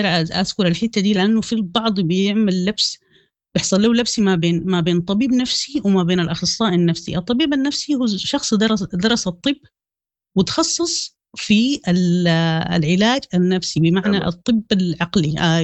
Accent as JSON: {"language": "Arabic", "country": "Sudan", "said": "حتى في التربية حقتنا احنا كسودانيين، انه مثلا انه الراجل ما بيبكي، انت راجل ما تبكي"}